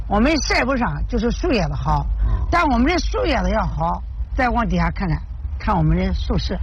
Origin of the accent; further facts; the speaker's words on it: Anhui, China; 晚是咱们是安徽的这个叫晚，它适合我们这个淮北地区。